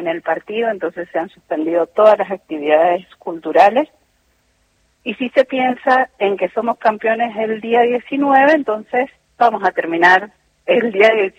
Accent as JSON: {"language": "Spanish", "region": "Mendoza", "country": "Argentina", "said": "Acá somos muy mendocinos, nos juntamos mucho en las casas, somos muy familieros."}